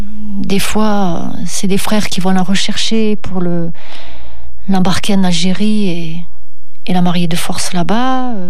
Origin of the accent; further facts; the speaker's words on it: France; Donc on est français, on est intégré